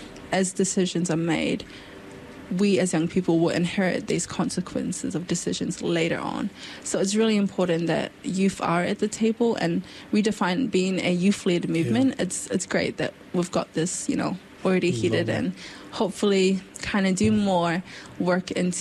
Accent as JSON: {"language": "English", "country": "New Zealand", "said": "I guess as a Kiwi, as someone being born in New Zealand"}